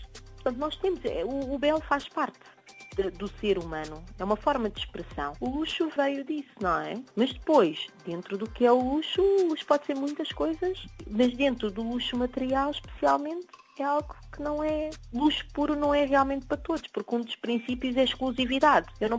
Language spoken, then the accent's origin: Portuguese; Portugal; moved away as an adult; also born or lived in United States / United Kingdom; como portuguesa que sou.